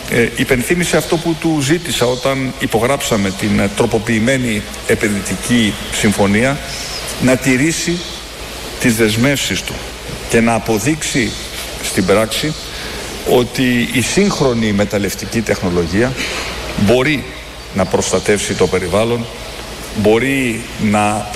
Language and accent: Greek; Greece; εμείς ως Ευρωπαίοι, όχι απλά ως Έλληνες